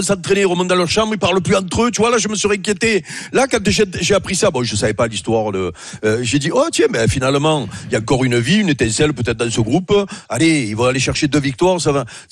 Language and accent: French; Robion, Provence-Alpes-Côte d'Azur, France; born there; Non, je suis né à Avignon, oh. Ouais. Je suis né à Robion, les Taillades.